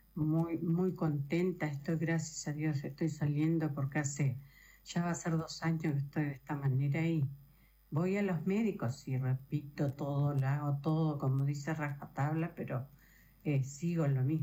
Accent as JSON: {"language": "Spanish", "region": "Artigas", "country": "Uruguay", "said": "Sí, soy de Artigas."}